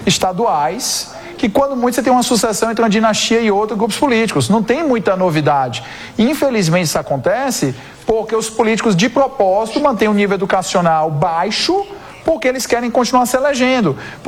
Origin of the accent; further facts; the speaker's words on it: Fortaleza, Ceará, Brazil; sou de Fortaleza